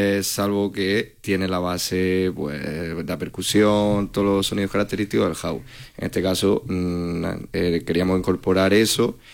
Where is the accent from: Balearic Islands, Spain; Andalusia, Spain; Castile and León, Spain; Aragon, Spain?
Andalusia, Spain; Almanzora valley; más si somos de aquí de la zona, somos de Cuadra Almanzora